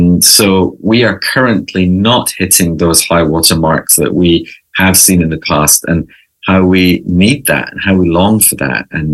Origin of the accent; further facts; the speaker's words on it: Scotland, United Kingdom; I'm originally from Scotland, from the island of Gia, which is spelled G-I-G-H-A. It's just one of the southernmost of the Hebridean islands, just across from the Mull of Kintyre.